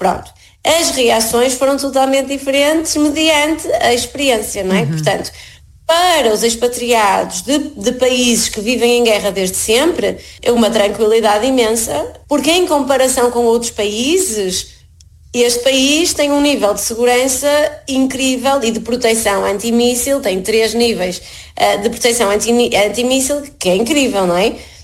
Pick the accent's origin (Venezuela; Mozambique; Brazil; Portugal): Portugal; moved away as an adult; now in Abu Dhabi, United Arab Emirates; eu enquanto portuguesa, pensei e achei, e assim fui criada